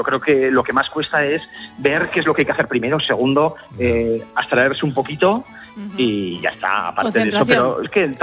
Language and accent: Spanish; Sabiñánigo, Aragon, Spain; now in Valderrobres, Spain; No, yo soy de Sabiñánigo, de la provincia de Huesca, pero llevo allá aquí casi 26 años.